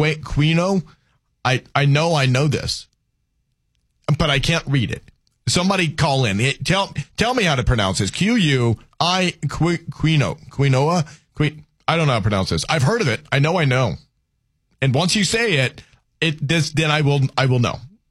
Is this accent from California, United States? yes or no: no; Louisiana, United States; I'm a Cajun who doesn't like red beans and rice. I'm also, by the way, a Cajun who doesn't like okra in his gumbo.